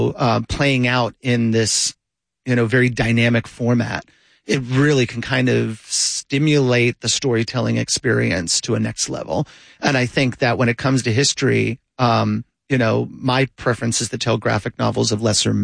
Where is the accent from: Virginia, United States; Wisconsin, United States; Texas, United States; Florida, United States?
Florida, United States; Gainesville; out in Micanopy, close to where I grew up in Gainesville.